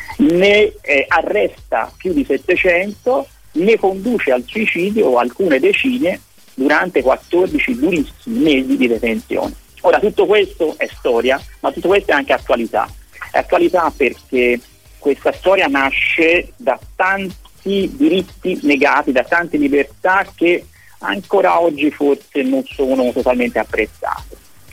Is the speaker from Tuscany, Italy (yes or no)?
yes; Florence, Tuscany, Italy; moved away as an adult; now in Cagliari, Italy; per chi come me è un forestiero e sentirà dall'incedere del mio parlato. Io sono fiorentino, ma mi sento cagliaritano a tutti gli effetti da più di 25 anni.